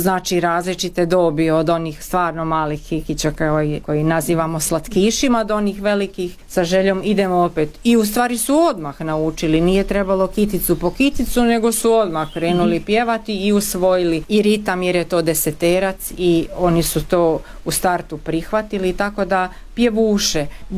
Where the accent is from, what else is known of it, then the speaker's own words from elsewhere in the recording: Osijek, Osijek-Baranja County, Croatia; dolazim iz Osijeka